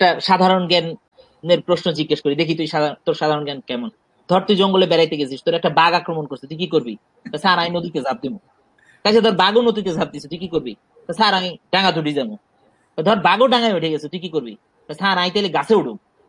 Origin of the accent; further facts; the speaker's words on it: Dhaka, Dhaka Division, Bangladesh; আমি আসলে ঢাকাতেই বড় হয়েছি